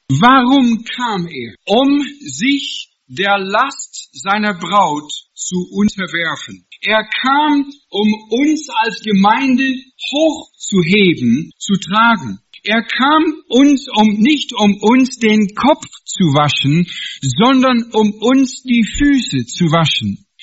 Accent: Washington, United States; German is a second language

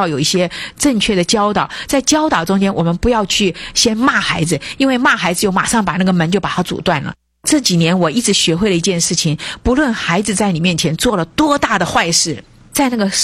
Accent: China; moved away

